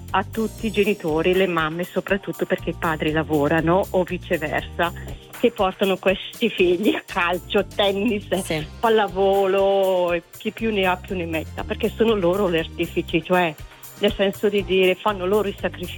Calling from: Bergamo, Lombardy, Italy; Io sono di Bergamo, ma lavoro a Trezzo

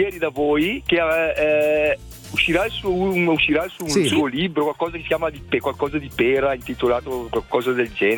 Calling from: Brescia, Lombardy, Italy; Siamo da Brescia

